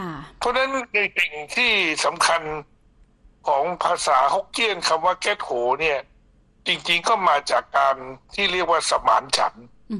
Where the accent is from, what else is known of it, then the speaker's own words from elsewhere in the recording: Phuket, Thailand; ผมเป็นคนภูเก็ตเกิดที่ภูเก็ตแล้วก็เรียนมัธยม